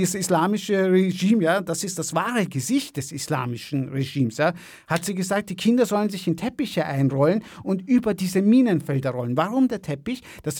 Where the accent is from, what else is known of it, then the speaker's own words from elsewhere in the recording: Iran; moved away; als Iraner